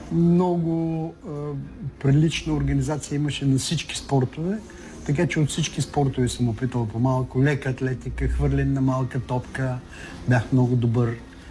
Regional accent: Veliki Preslav, Shumen Province, Bulgaria; also born or lived in Smyadovo; Аз съм роден в Смядово.

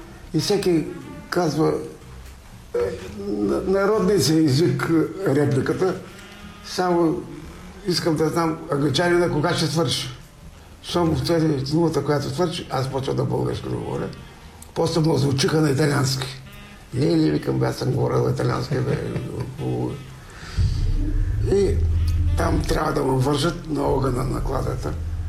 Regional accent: North Macedonia; я так ми се благодаря, че сме от Югославия, македонци.

